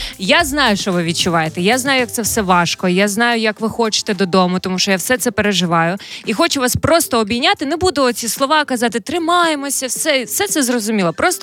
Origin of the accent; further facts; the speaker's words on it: Melitopol, Zaporizhzhia Oblast, Ukraine; moved away as an adult; now in Kyiv, Ukraine; Вчора моє рідне місто, місто Мелітополь, святкувало День міста.